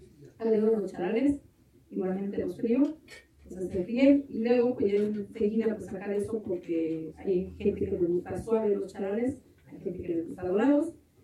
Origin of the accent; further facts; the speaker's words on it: Mexico; Yo vengo del municipio de Puente Bonilla, de un pueblo de la ciudad que es San Gabriel Metosca, que significa dos conejos.